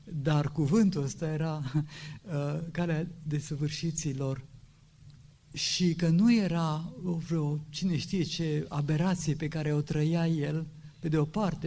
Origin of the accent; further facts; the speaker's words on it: Romania; O zic ca un român, nu ca un judecător al românilor.